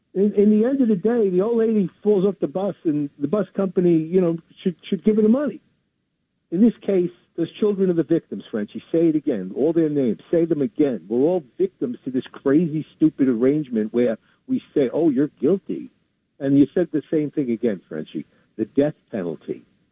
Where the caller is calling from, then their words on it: New York City, New York, United States; in Brooklyn again.